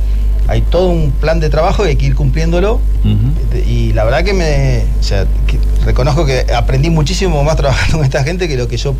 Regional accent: Santa Fe, Argentina; Y como santafesino, la verdad que logramos que, bueno, que el canotaje se colme de gente ahí

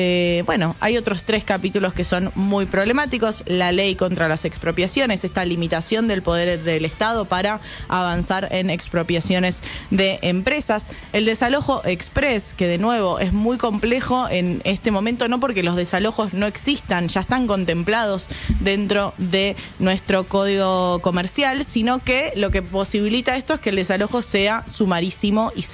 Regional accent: Argentina; esto nos constituye como argentinos, como argentinas

